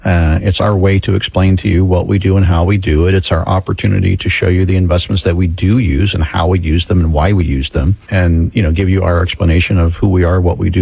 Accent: Florida, United States; born or raised there

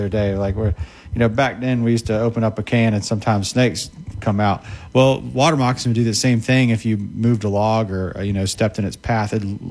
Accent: Jacksonville, Florida, United States; Growing up in Jacksonville. Growing up in Jacksonville. They were everywhere

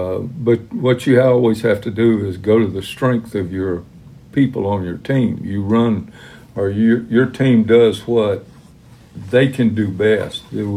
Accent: Georgia, United States; I grew up in South Georgia.

